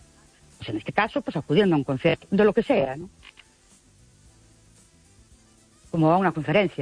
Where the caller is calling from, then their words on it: Ourense, Galicia, Spain; Buenas noches … de Ourense.